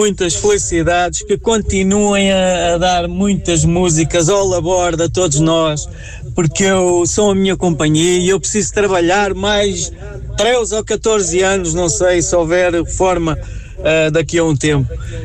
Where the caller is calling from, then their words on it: Torres Vedras, Centro, Portugal; eu sou da zona de Torres Vedras